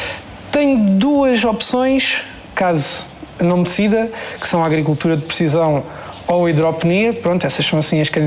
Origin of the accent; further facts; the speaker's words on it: Faro, Portugal; estou no terceiro ano de Agronomia e sou natural de Faro.